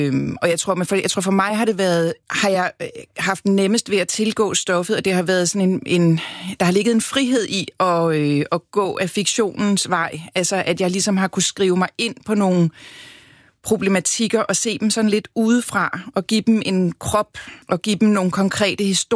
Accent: Copenhagen, Capital Region of Denmark, Denmark; Jeg er opvokset på Christianshavn, hvor, kan man sige, den venstrefløj jo især også holdt til.

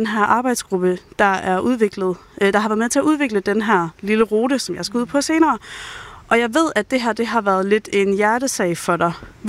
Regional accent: Jutland, Denmark; Og nu kommer jeg selv fra Jylland

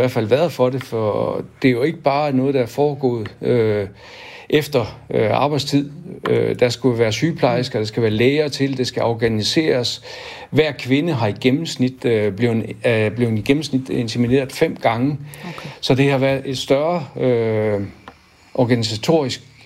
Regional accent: Thy, North Denmark Region, Denmark; Jeg er opvokset i Thy og har været rigtig glad for det. Jeg har haft verdens bedste forældre deroppe, så jeg mener, jeg er mere produkt af det miljø, jeg er vokset op

